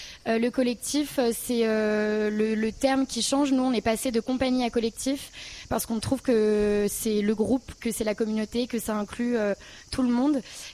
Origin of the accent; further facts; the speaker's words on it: Lyon, Auvergne-Rhône-Alpes, France; puisqu'Élise est normande et moi je suis lyonnaise.